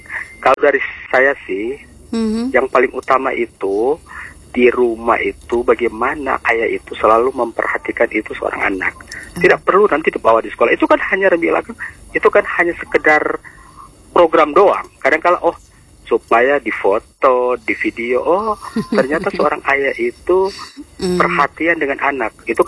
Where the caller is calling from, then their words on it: Makassar, South Sulawesi, Indonesia; di daerah saya itu, di Makassar saya